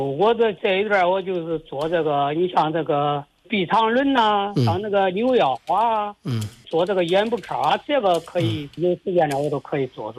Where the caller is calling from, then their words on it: Zhumadian, Henan, China; 我是这个河南省祖墨店地区，我今年68岁了。